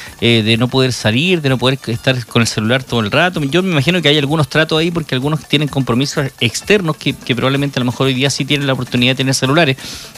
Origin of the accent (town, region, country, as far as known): Chile